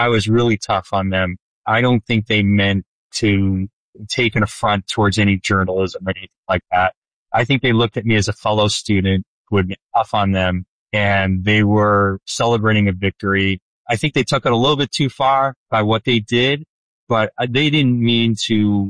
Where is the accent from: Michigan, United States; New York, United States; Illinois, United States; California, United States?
Illinois, United States; Chicago; moved away as an adult; I grew up in the Chicago area